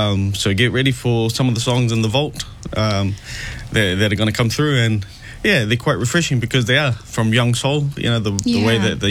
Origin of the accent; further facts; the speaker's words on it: South Auckland, Auckland, New Zealand; I'm from South Auckland, and definitely a big shout out to all our South Aucklanders, our Pasifika, to be proud of South Auckland.